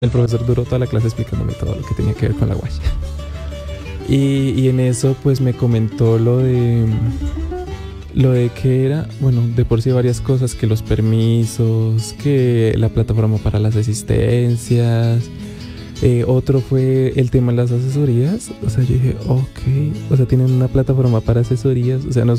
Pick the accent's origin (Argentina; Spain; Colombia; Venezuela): Colombia; Pues depende más de la altura, pero de donde yo soy, o sea, no es tan exagerado